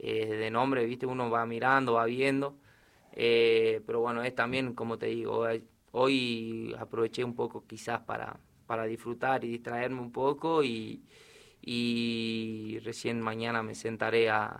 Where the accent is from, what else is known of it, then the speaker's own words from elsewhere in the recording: Salta, Argentina; los que somos de Salta